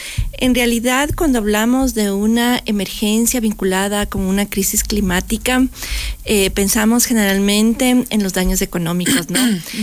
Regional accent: Ecuador

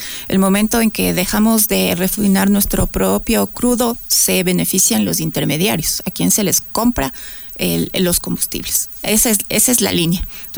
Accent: Ecuador

